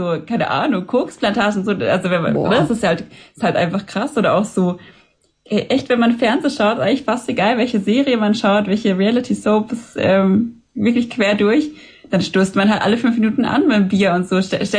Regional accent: Baden-Württemberg, Germany; wir kommen ja hier aus der Weinregion, ne, am Kaiserstuhl.

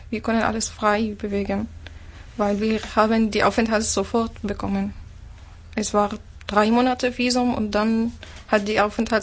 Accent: Damascus, Damascus Governorate, Syria; German is a second language; moved away as an adult; now in Chemnitz, Germany; Ich komme aus Syrien, Damaskus. Und ich bin seit ein Jahr und halb hier in Deutschland.

